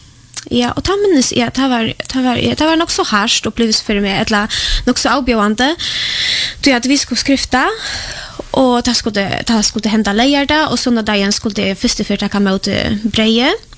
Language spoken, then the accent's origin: Swedish; Poland; now in Sweden; Jag är född och uppvuxen i Polen.